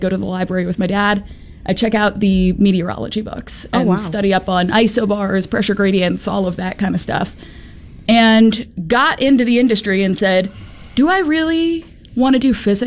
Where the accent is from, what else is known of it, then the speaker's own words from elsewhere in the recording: Philadelphia, Pennsylvania, United States; now in Syracuse, United States; So I grew up in Philadelphia. Go Birds, if you're a fan. Ended up graduating from high school in Philly. Spent my whole childhood there, and reading, of course.